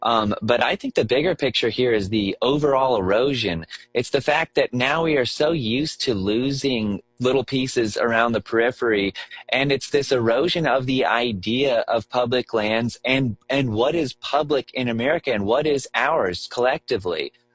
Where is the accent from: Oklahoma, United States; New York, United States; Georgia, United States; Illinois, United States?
Georgia, United States; growing up in Georgia